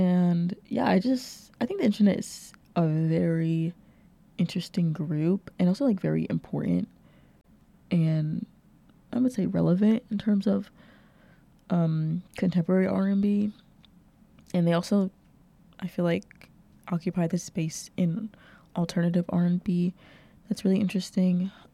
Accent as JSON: {"language": "English", "town": "New York City", "region": "New York", "country": "United States", "said": "I'm from Brooklyn"}